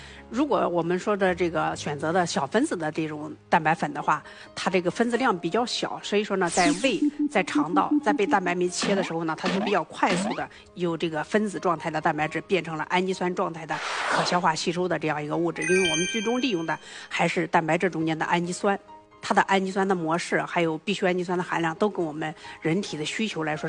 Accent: China; 尤其是我们中国人豆制品非常丰富

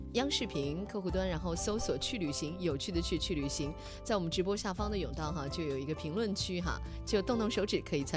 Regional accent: Lanzhou, Gansu, China; 我说因为我是兰州的嘛，我觉得好像当我没有什么胃口的时候，一碗牛肉面我还是可以吃的。

